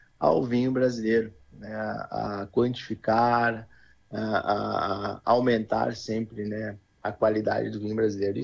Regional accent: Rio Grande do Sul, Brazil; nós mesmos aqui, como gaúchos

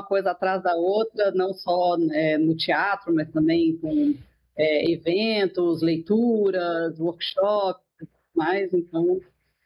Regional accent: Brazil; para saberem que somos brasileiros, falamos português.

